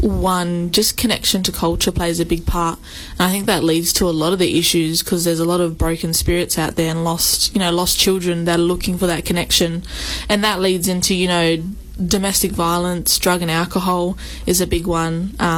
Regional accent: Perth, Western Australia, Australia; born there; also born or lived in Northam; I did most of my upper schooling here in Perth.

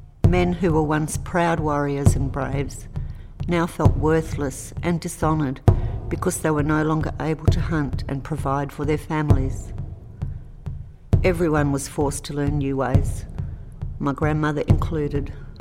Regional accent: England, United Kingdom; born there; which is quite appropriate due to the fact that I was born in England.

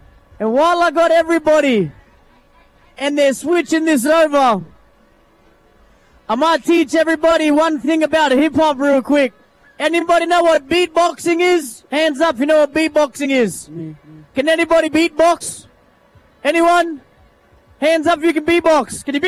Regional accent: Darwin, Northern Territory, Australia; Well, I'm from Darwin.

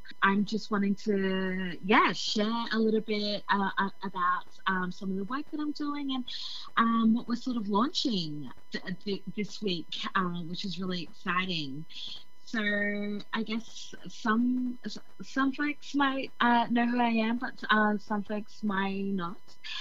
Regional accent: Queensland, Australia; also born or lived in Badu Island; now in Melbourne, Australia; I am a proud Kukulaak woman from Kukulaak Nation on the island of Musig. … I have blood connections to Badu Island of the Temu clan, known as Tamoids.

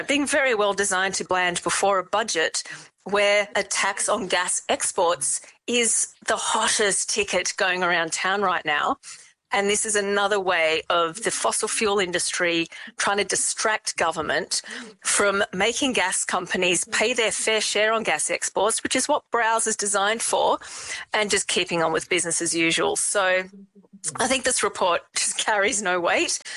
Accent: Western Australia, Australia; I grew up in the Pilbara

